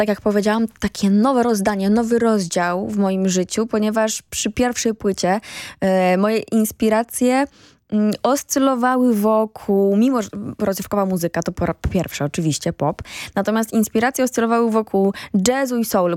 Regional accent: Nowy Sącz, Lesser Poland, Poland; skąd pochodzę, czyli Nowy Sącz, ta kultura, ludowość

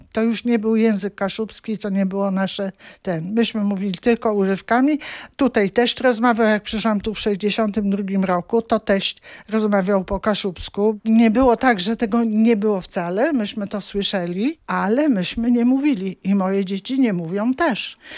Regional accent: Puck, Pomeranian Voivodeship, Poland; typową Kaszubką. Mój dziadek urodził się w Pucku, mój ojciec urodził się w Pucku, ja się urodziłam w Pucku, my jesteśmy wszyscy od urodzenia razem z mężem Puczczanami. Tu mieszkamy

